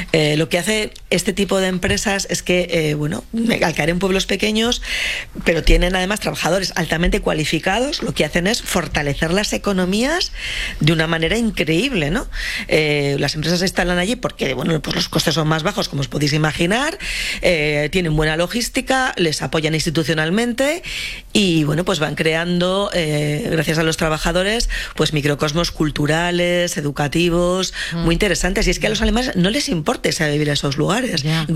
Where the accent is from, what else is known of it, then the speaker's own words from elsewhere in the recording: Castile and León, Spain; now in Germany; yo que soy de Castilla y León, bueno, pues ves a pueblos muy pequeñitos